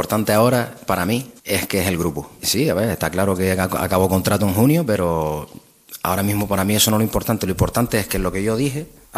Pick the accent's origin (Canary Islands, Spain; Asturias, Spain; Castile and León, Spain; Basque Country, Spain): Canary Islands, Spain; Las Palmas; el equipo de mi tierra.